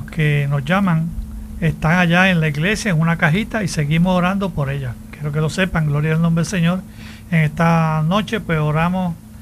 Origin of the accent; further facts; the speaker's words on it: Puerto Rico; Pero aquí en Puerto Rico, aquí somos boricuas